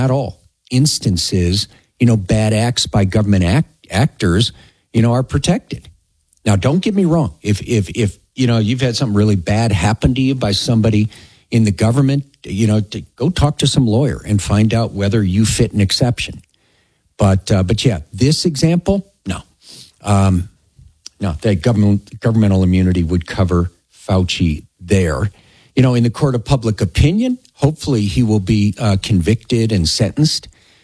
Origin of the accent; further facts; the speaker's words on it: Chicago, Illinois, United States; I'm from Chicago and I say human beings instead of beings, because I can't say the word beans.